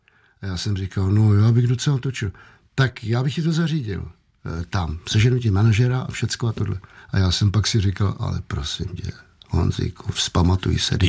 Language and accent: Czech; Vrdy, Central Bohemian Region, Czechia; Moje rodná vesnice se jmenuje, prosím pěkně, Vrdy Bučice.